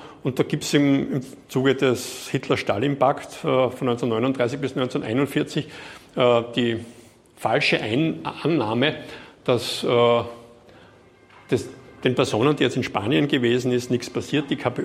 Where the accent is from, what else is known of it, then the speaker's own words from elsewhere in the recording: Graz, Styria, Austria; die damals in Wöllersdorf gewesen sind oder bei uns in Graz, in Waltendorf draußen